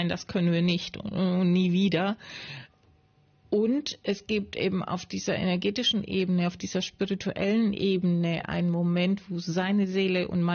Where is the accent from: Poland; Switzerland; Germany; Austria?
Germany; Nuremberg, Bavaria; born there; moved away as an adult; ich bin in Nürnberg geboren